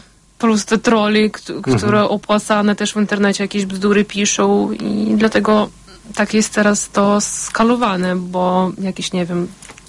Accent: Ukraine; Polish is a second language; moved away as an adult; also born or lived in United States; now in Poland; bo jestem Ukrainką.

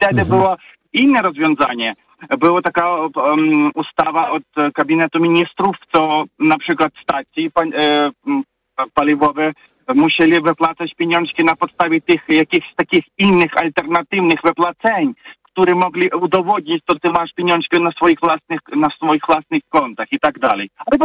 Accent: Ukraine; Polish is a second language; now in Poland; Teraz ja jestem pochodzenia z Ukrainy.

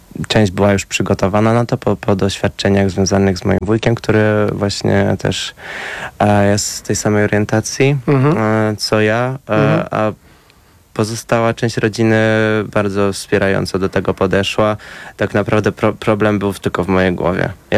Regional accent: Kielce, Świętokrzyskie Voivodeship, Poland; Może będzie reunion z moim rodzinnym miastem.

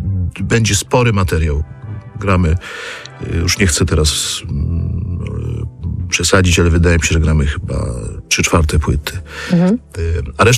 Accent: Kraków, Lesser Poland, Poland

